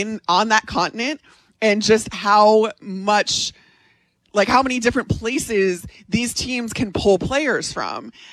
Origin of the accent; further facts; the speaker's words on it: Chicago, Illinois, United States; I grew up here in Chicago, but I am married to a New Orleanian.